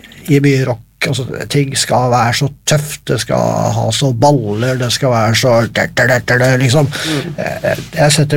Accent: Øyer, Innlandet, Norway; da jeg vokste opp i Øyer

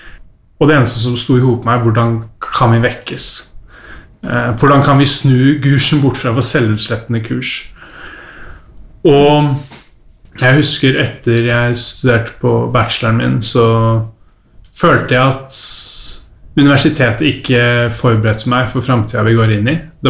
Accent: Oslo, Norway; jeg ble født og oppvokst på Grønland i Oslo.

